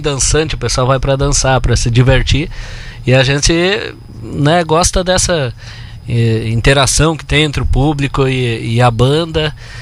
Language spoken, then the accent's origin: Portuguese; Rio Grande do Sul, Brazil; moved away; estar mais uma vez aqui na minha terra querida, terra natal